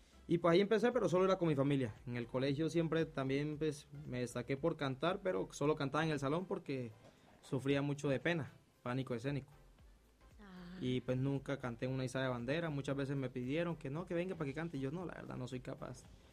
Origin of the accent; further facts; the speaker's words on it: Cartagena, Bolívar, Colombia; born there; now in Cúcuta, Colombia; yo soy de Cartagena, entonces, para los que no saben, yo soy de Cartagena, pero pues mi papá es de acá de Cúcuta, ya vivo acá en Cúcuta hace más de 8 años, 9 años aproximadamente.